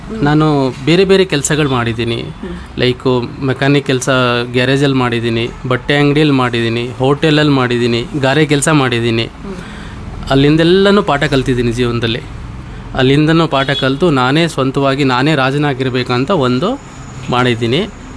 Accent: Shivamogga, Karnataka, India; ನಾನು ಇಲ್ಲೇ ಮೂಲತಃ, ನಾನು ಶಿವಮೊಗ್ಗ ನವಲೆ ಗ್ರಾಮದವನು. ನಾನು ಹುಟ್ಟಿದ ಮೆಗ್ಗನ್ ಹಾಸ್ಪಿಟ್ಲಲ್ಲಿ ಮೇಡಮ್. ನಮ್ಮದು ಮನೆ ಇಲ್ಲೇ ನವಲೆಯಲ್ಲೇ, ಸ್ವಂತ ಮನೆ ಇದೆ.

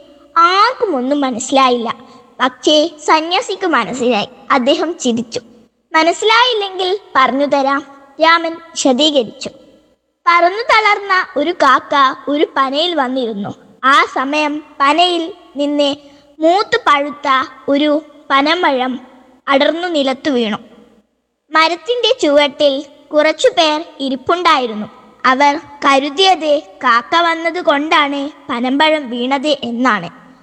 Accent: Kallerikkara, Kerala, India; എന്റെ നാട് കല്ലേരിക്കര. ഞാൻ 6-ാം ക്ലാസ്സിലാണ് പഠിക്കുന്നത്.

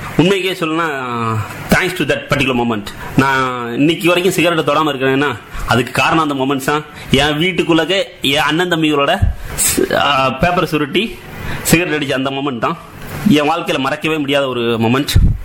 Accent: Tamil Nadu, India; என்னோட சொந்த ஊர் விருதுநகர் பக்கத்தில் ஒரு ஸ்மால் வில்லேஜ், 7000 பண்ணை. நான் 1978 பிறந்தேன்.

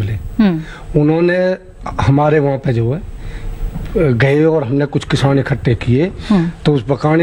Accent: Bambawad, Uttar Pradesh, India; मेरा गांव बम्बावड़ है गौतम बुद्ध नगर में

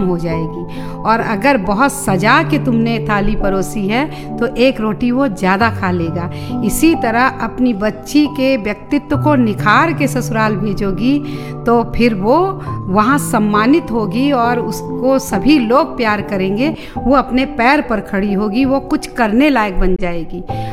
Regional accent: Bahraich district, Uttar Pradesh, India; now in Gonda, India; मेरे पापा आयुर्वेदिक डॉक्टर थे और मैंने प्राइमरी एजुकेशन से लेकर हाई स्कूल तक का एजुकेशन वहीं से प्राप्त किया है।

